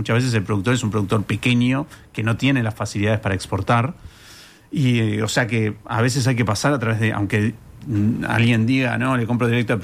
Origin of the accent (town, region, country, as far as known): Uruguay